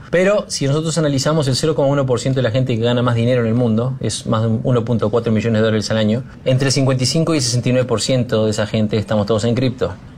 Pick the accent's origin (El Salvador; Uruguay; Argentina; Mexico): Uruguay; yo soy uruguayo, empresario serial